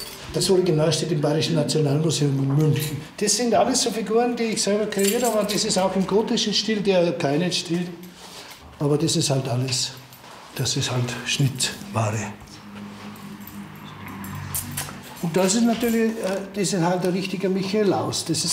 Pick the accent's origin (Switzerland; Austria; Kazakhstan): Austria; Nebelberg, Upper Austria; Das ist eigentlich mein Heimatort. Das heißt, wir haben ja in Österreich, das war ja eine kleine Gemeinde Nebelberg und Kohlerschlag war unsere Pfarrgemeinde.